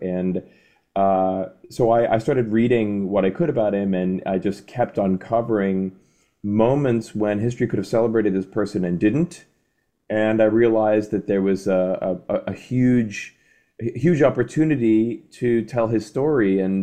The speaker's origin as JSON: {"language": "English", "town": "Boston", "region": "Massachusetts", "country": "United States", "said": "They're really my home orchestra. I'm from Boston."}